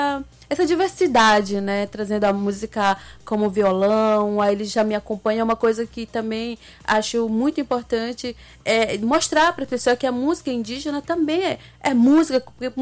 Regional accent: Brazil; first language Ticuna; a minha língua materna, que é a língua Ticuna. Então eu trago também representando todos os povos indígenas no Brasil

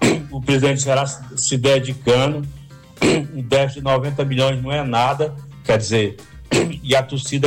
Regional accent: Pedra Branca, Ceará, Brazil; now in Goiânia, Brazil; Aqui é de Goiânia … Eu saí da Pedra Branca.

